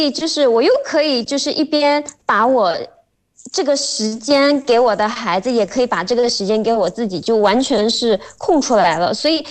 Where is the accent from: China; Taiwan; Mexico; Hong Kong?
Mexico; Chinese is a second language